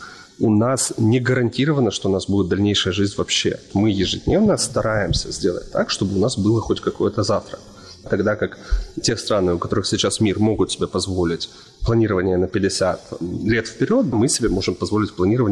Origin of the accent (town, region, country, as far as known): Ukraine